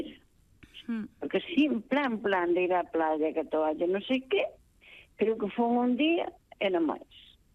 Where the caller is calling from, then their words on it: A Coruña, Galicia, Spain; vivo en Coruña